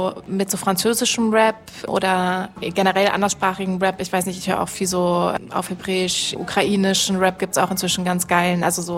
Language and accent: German; Switzerland; Ich komme ja auch aus der Schweiz und da kommen auch gerade so geile, auch weibliche Künstlerinnen nach und so.